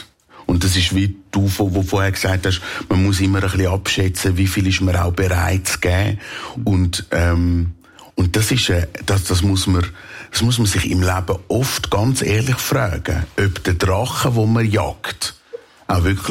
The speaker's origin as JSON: {"language": "German", "town": "Männedorf", "region": "Zurich", "country": "Switzerland", "tie": "born or raised there", "said": "Und das ist so nah an meiner Heimat, das ist Rapperswil. Ich bin männendörflich, ich bin Seebub."}